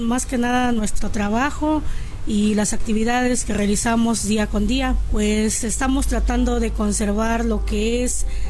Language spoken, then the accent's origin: Spanish; Calincla, Mexico; Yo soy originaria de la comunidad de Calincla. Pues ahí nací y la mayor parte de mi vida he vivido ahí, en la comunidad de Calincla.